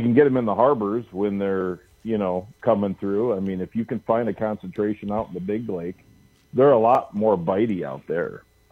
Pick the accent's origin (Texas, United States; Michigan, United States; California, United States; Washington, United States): Michigan, United States; North Muskegon; I grew up on the Great Lakes, right? I grew up in Lake Michigan, out of North Muskegon, and, on the big water with my dad